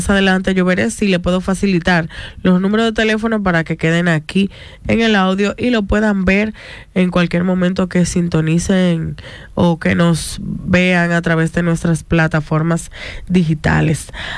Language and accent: Spanish; Dominican Republic